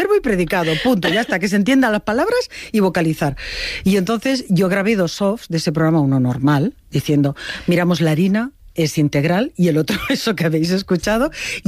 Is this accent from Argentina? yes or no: no; Spain; pero yo quiero saber como ciudadana española cuál ha sido la historia económica del rey emérito